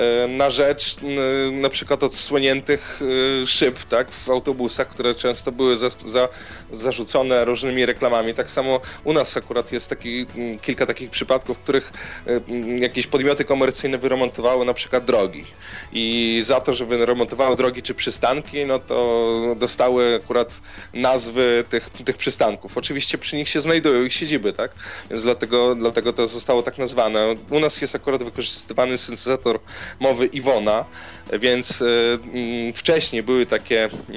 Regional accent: Białystok, Podlaskie Voivodeship, Poland

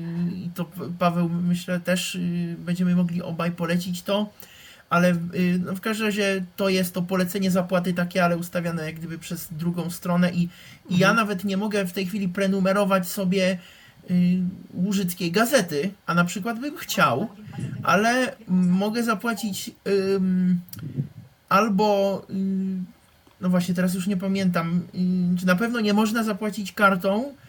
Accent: Czechia; u nas w Czechach

